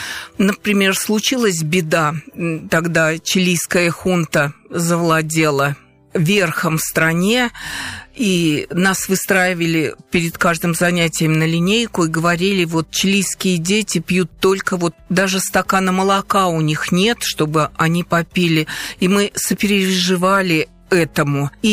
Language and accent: Russian; Nizhny Novgorod Oblast, Russia; born there; also born or lived in Dzerzhinsk; мы уже приехали из Дзержинска и жили в сельской местности. Я училась в Филинской, в обычной школе